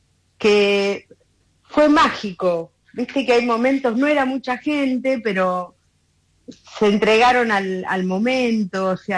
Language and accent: Spanish; Buenos Aires, Argentina; moved away; yo soy del Bajo Flores.